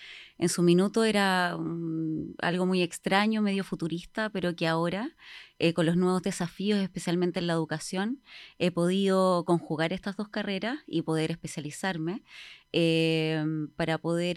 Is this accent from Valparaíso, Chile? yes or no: yes; Valparaíso, Chile; moved away as an adult; Bueno, yo soy de Valparaíso. Nacida y criada en Valparaíso y después de la pandemia yo me vine al sur. De aventura, con ese sueño nortino me vine a buscar nuevos horizontes al sur.